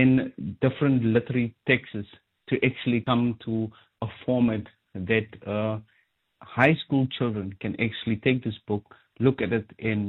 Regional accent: Northern Cape, South Africa; moved away as an adult; now in Cape Town, South Africa; I'm from the Makwaland, so in most cases, wherever we go, we walk.

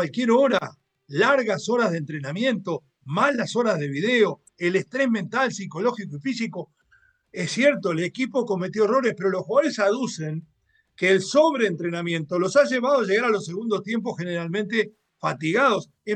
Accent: Uruguay; somos italianos disfrazados de uruguayos y gallegos disfrazados de uruguayos

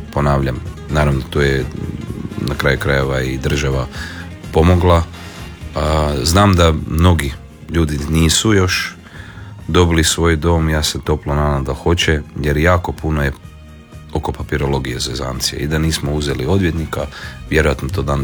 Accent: Marija Bistrica, Krapina-Zagorje County, Croatia; moved away as an adult; moje rodno selo, moje rodna gruda, bi rekli Zagorci, je Globočec, Marija Bistrica.

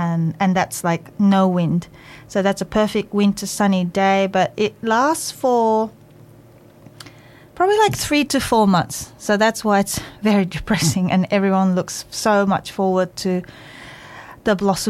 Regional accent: Tokyo, Japan; English is a second language; it's nothing compared to whatI'm used to back at home in Japan, where I'm from Tokyo

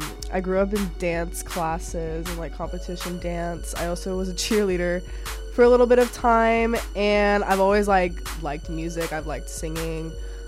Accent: Cumming, Georgia, United States; also born or lived in Canton; I grew up in Forsyth County in Cumming. If you know, you know.

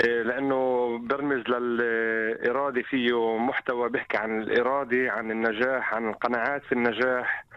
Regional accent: Rameh, Northern District, Israel; قرية الرامي. قريتي بلدي اللي بحس فيها بأمان.

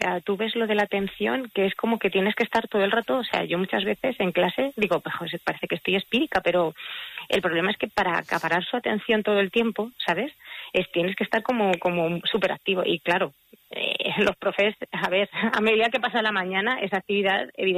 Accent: Castilla-La Mancha, Spain; born there; Celia es de mi pueblo, de Arcilla

